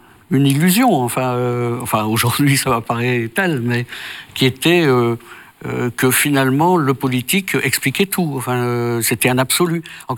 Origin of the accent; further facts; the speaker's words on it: Tourcoing, Hauts-de-France, France; born there; Dans le Nord, oui. Je suis né dans le Nord. Je suis né à Tourcoing. Dans un milieu modeste. Enfin, et donc, mes parents nous éduquent chrétiennement, mais aussi avec cette fibre particulière qu'est l'action catholique.